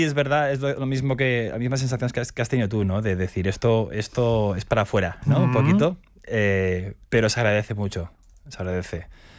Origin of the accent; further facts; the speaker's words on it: Barcelona, Catalonia, Spain; vengo de Barcelona